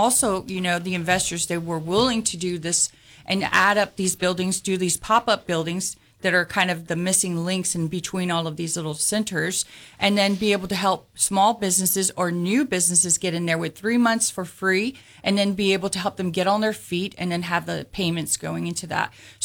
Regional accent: Corpus Christi, Texas, United States; I am born and raised in Corpus Christi.

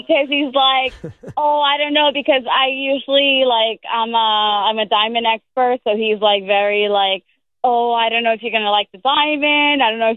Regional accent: New York, United States; You know, obviously I'm from New York, so I definitely want them to win the Super Bowl as New Yorkers do, you know.

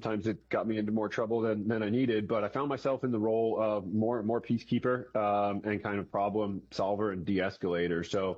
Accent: New Jersey, United States; I'm originally from South Jersey, right outside of Long Beach Island, and I am one of four from a blended family, so two half-sisters, one half-brother.

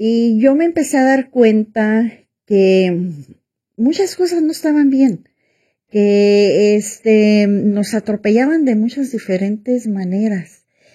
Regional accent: Chicago, Illinois, United States; also born or lived in Woodstock; tiempo emigramos a Chicago, crecí en Pilsen y después nos trasladamos a McHenry County, a Woodstock. Yo tenía unos 16 años cuando mi padre fue trasladado a esa área a trabajar.

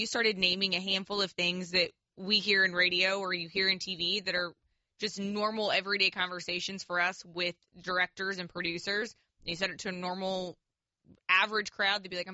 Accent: Houston, Texas, United States; This is the longest I've ever lived anywhere outside of college and growing up in Houston

